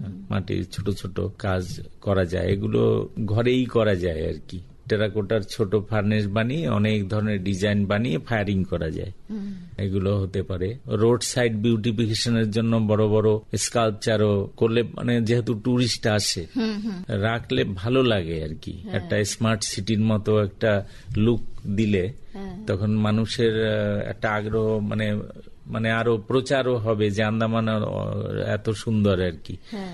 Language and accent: Bangla; Ramnagar, West Bengal, India; born there